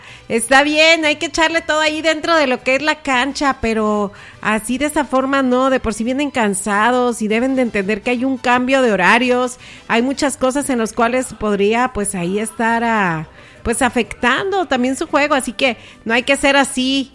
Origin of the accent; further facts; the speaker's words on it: Mexico; yo también estoy molesta y soy mexicana.